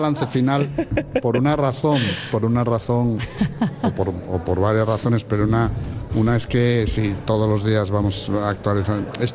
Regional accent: Oviedo, Asturias, Spain; ya que soy de Oviedo

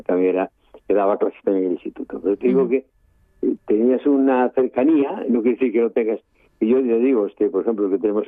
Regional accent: Castropol, Asturias, Spain; yo soy del concejo de Castropol, pero vinimos a Tapia en bicicleta, lloviendo y nevando y como fuera

